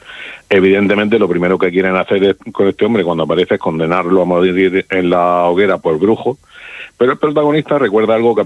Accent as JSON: {"language": "Spanish", "town": "Mula", "region": "Region of Murcia", "country": "Spain", "said": "yo lo voy a ver en mi tierra, yo lo voy a ver en Mula"}